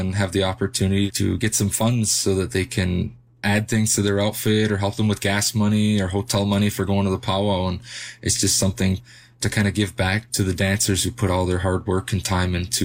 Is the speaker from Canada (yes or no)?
yes; Curve Lake First Nation, Ontario, Canada; I'm from Curve Lake First Nation originally. That's my band and where my family comes from.